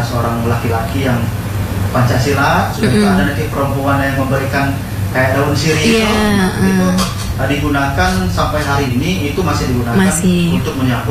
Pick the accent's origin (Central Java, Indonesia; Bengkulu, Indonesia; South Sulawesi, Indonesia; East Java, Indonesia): Bengkulu, Indonesia; first language Rejang; Indonesian is a second language; saya dibesarkan di Bengkulu Utara itu dari orang tua. Bapak saya dan ibu saya orang Rejang